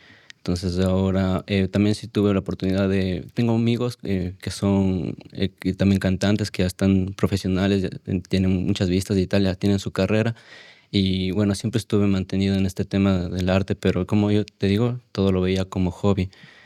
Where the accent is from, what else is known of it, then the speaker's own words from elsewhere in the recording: Ecuador; moved away; yo salí de Ecuador con una mente, con un objetivo también claro, porque salí hace 2 años